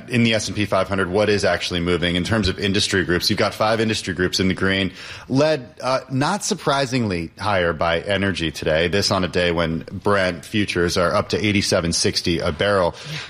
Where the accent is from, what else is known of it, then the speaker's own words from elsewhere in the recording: California, United States; moved away; I'm from California